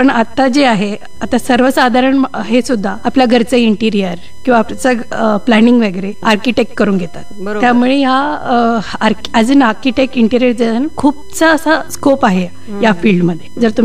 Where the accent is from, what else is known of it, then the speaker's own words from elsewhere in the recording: Belgaum, Karnataka, India; also born or lived in Bangalore / Goa; मी मूळची बेळगावचीच. माझं शिक्षण, शाळेचं शिक्षण मराठी विद्यानिकेतन मराठी मीडियम मधून झालं. त्याच्यानंतर माझं आर्किटेक्चर कॉलेज शिक्षण हे JIT गोगटे इन्स्टिट्यूट उद्यमबाग इथून